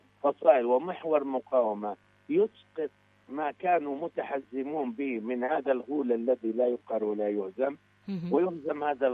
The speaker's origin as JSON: {"language": "Arabic", "region": "Gaza Strip", "country": "Palestine", "said": "عندنا في غزة"}